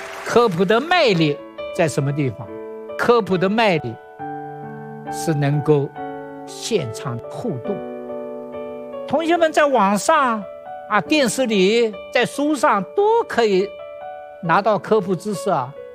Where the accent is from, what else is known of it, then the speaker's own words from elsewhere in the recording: Suzhou, Jiangsu, China; 我老家苏州